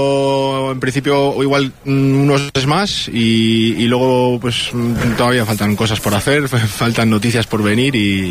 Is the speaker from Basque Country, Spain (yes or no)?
yes; Bilbao, Basque Country, Spain; moved away as an adult; now in Chattanooga, United States